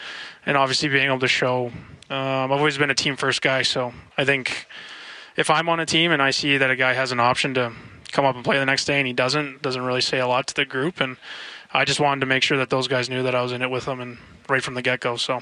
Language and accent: English; Canada; being Canadian, I'd have to worry about the visa or anything like that.